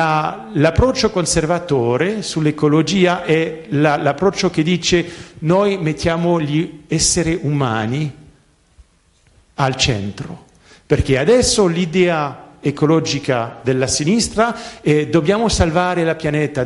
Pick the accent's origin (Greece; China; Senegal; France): France; Italian is a second language; io lo dico come francese